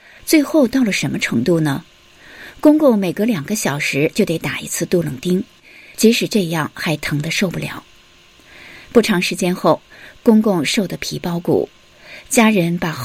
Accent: Heilongjiang, China; 是土生土长的黑龙江人。

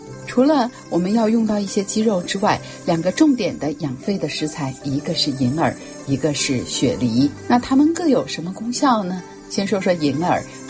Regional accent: China

